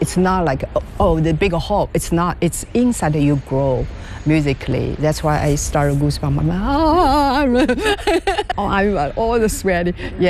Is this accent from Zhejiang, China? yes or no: yes; Hangzhou, Zhejiang, China; moved away; I see the mountains, I see the landscape of my hometown, Hangzhou.